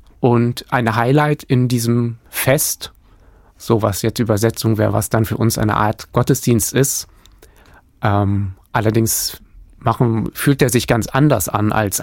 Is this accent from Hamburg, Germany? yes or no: yes; Hamburg, Germany; ich bin ja selber Hamburger